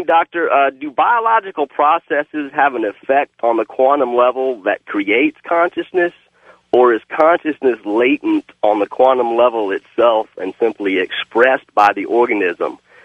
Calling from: San Diego, California, United States; calling from San Diego, California.

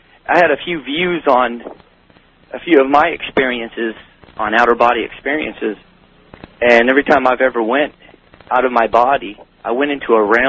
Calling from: Ellensburg, Washington, United States; calling from Ellensburg.

